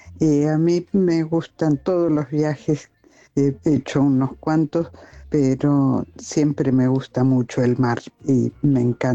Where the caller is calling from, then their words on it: Buenos Aires, Argentina; de Flores